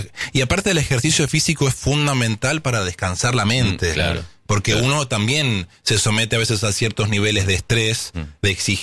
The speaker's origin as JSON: {"language": "Spanish", "country": "Argentina", "moved": "yes", "said": "Y es importante que nosotros como argentinos sepamos lo que tenemos."}